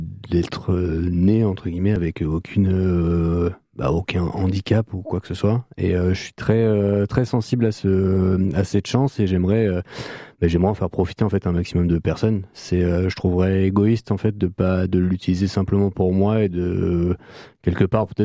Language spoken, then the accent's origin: French; Île-de-France, France; je viens du Val d'Oise